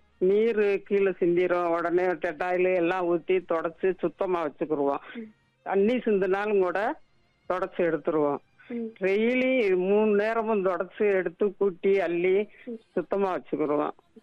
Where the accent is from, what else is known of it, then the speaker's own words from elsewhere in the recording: India; என் சொந்த ஊரே இதுதான்.